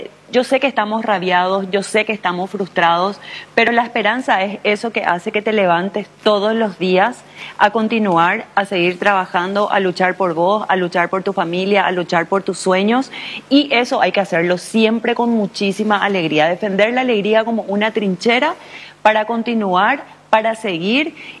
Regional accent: Asunción, Paraguay; somos asuncenos y queremos lo mejor para nuestra ciudad y para nuestras familias.

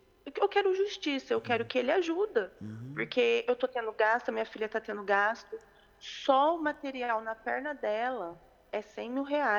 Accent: Barretos, São Paulo, Brazil; moved away; Minha filha está no hospital, eu estou em outro país, eu sou de Barretos.

